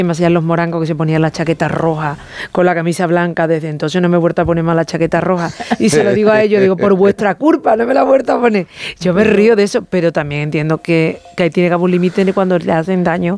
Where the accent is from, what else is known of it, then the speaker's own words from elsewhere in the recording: Andalusia, Spain; Nosotras dos somos andaluzas y venimos de una tierra con mucha guasa.